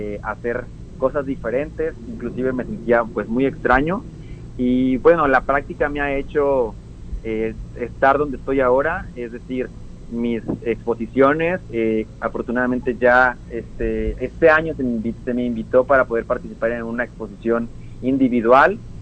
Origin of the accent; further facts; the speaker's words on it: Nayarit, Mexico; Yo, pues, soy de aquí de Nayarit, vivo aquí en Tepic, Nayarit, precisamente.